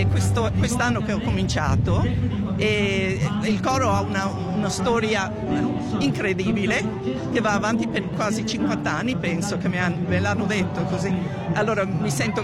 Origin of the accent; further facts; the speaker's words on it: Australia; born there; Italian is a second language; Sono nata qui, di genitori italiani che sono venuti in Australia negli anni 50.